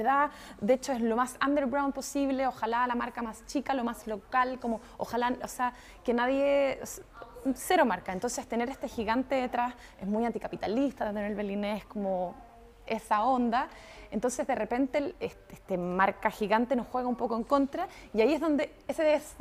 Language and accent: Spanish; Santiago, Santiago Metropolitan Region, Chile; moved away; la gran comparación que tengo es con Santiago de Chile, que es donde más voy, de donde vengo, cuando voy a ver a mi familia.